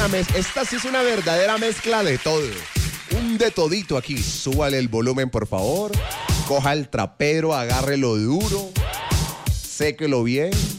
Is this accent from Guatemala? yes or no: no; Caribbean coast, Colombia; now in Popayán, Colombia; Yo soy costeño